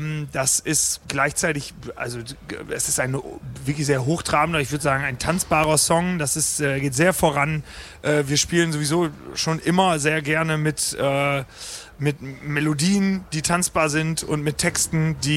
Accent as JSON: {"language": "German", "town": "Osnabrück", "region": "Lower Saxony", "country": "Germany", "said": "wir kommen aus Osnabrück, gar nicht selbstverständlich, dass man mal eben hier hinfährt."}